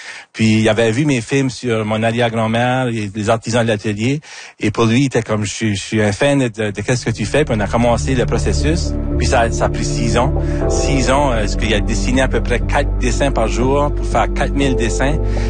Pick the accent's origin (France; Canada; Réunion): Canada; Acadia; je viens de l'Acadie, comme ton premier album.